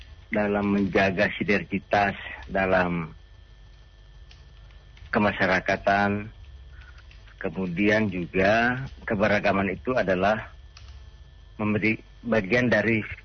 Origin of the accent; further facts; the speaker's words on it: Gorontalo, Indonesia; Sebagai warga Gorontalo